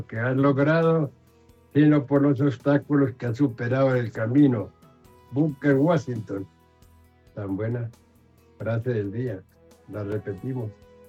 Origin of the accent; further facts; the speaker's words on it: Casanare, Colombia; now in Bogotá, Colombia; dicen en mi tierra Casanare